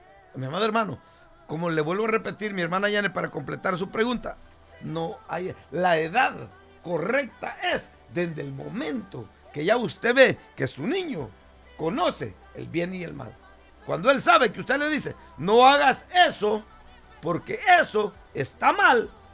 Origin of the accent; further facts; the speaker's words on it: El Salvador; en mi tierra, le voy a poner mi tierra, El Salvador